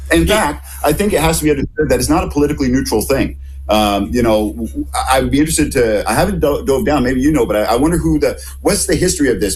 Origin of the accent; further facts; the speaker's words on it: Canada; now in New Zealand; I'm immigrating from Canada.